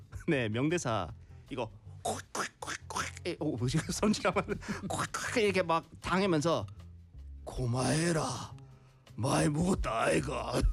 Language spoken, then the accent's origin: Korean; Busan, South Korea; accent: Busan dialect; 제가 이 경상도, 이 부산 사투리, 부산 dialect, accent 안 된다고 하거든요. But 근데 저도 좀 사투리 좀 한다고 생각합니다.